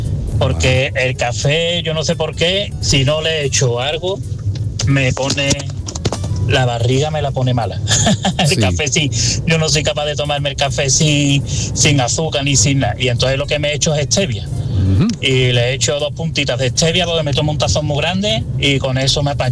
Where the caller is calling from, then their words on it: Seville, Andalusia, Spain; desde Sevilla.